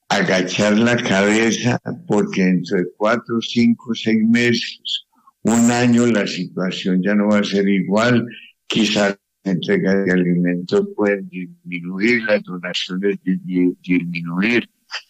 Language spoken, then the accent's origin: Spanish; Colombia; Yo no soy ningún santo, yo soy un colombiano más